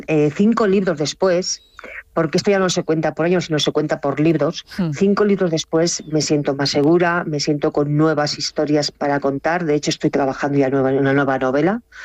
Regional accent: Cuenca province, Castilla-La Mancha, Spain; el Canto del Grajo comenzó en mi pueblo, en mi pueblo lo conozco como la palma de mi mano, en tierras conquenses.

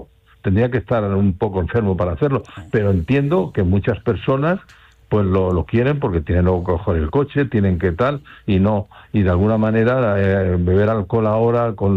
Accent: Spain; nosotros los españoles

